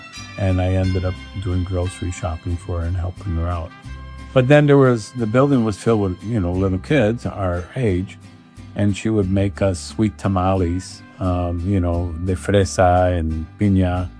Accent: Chicago, Illinois, United States; I grew up here in Pilsen, down the street, but I got many places since then.

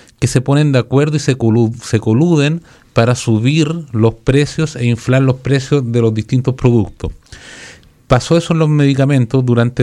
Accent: Valparaíso, Chile; vengo de Valparaíso, de Chile.

